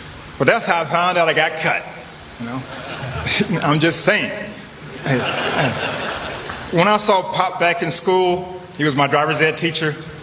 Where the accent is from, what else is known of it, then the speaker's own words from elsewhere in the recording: Tampa, Florida, United States; Growing up in Tampa, Florida, my Lincoln Gardens neighborhood